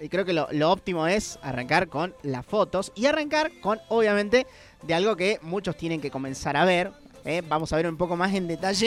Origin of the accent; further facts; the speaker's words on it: Argentina; Como argentino que se precie, amo ver humo.